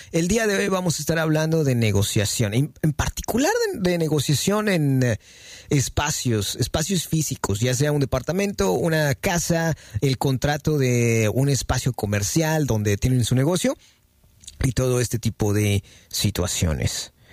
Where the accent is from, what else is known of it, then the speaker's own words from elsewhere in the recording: Mexico; en México les llamamos inquilinos